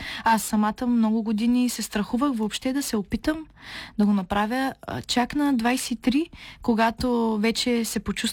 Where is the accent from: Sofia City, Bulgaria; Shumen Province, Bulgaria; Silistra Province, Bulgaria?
Shumen Province, Bulgaria; Shumen; now in Pernik, Bulgaria; А между другото, метал сцената не е малка в Перник, така че може да съм далеч от Шумен, но пак намерих някакво място, на което да се чувствам поне близко.